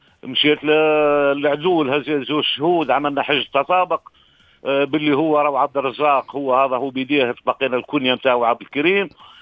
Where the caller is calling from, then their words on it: Gafsa, Gafsa Governorate, Tunisia; أنا من قفصة